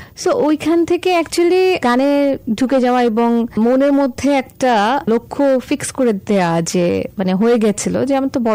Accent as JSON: {"language": "Bangla", "town": "Dhaka", "region": "Dhaka Division", "country": "Bangladesh", "tie": "born or raised there", "said": "আমার জন্ম ঢাকায়, আমার বেড়ে ওঠাও ঢাকায় এবং আমার গান শেখা সবকিছুই ঢাকাতেই।"}